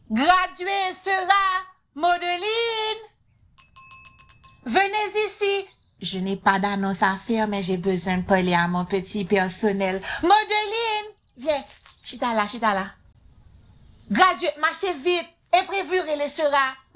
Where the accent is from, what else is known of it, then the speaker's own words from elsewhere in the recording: Haiti; Les proverbes, c'est tellement beau, ça nous identifie en tant qu'haïtien.